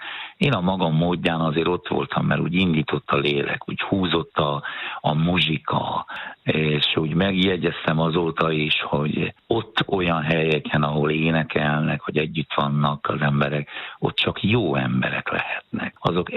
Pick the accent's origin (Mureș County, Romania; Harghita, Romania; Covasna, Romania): Mureș County, Romania; Csíkszentiván; 1969-ben születtem, Marosvásárhely 14 kilométer, Csíkszentiványon.